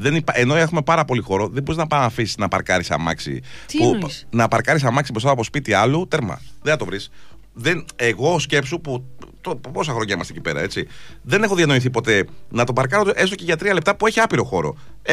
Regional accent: Athens, Attica, Greece; είμαι Αθηναίος και κατεβαίνω για διακοπές.

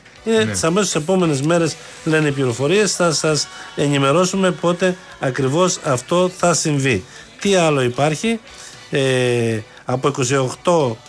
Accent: Paleros, Western Greece, Greece; άμα πάει από το χωριό μου από την Πάδερο στη Βόνιτσα

